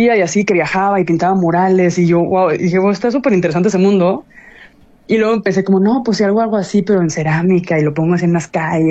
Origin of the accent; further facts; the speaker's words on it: Mexico; Y para mí, como mexicana, o sea, sí fue un choque.